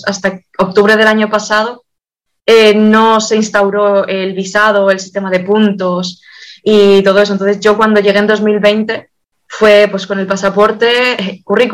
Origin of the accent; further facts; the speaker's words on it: Spain; moved away; ahora porque yo soy de España y me he mudado aquí, entonces estás un poco pendiente, ¿no? De España, de cómo está la cosa allí, la familia, los amigos.